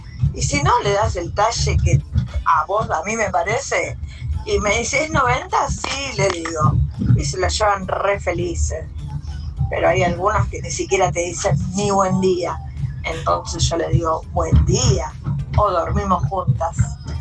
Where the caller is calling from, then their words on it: San Justo, Buenos Aires Province, Argentina; yo soy de San Justo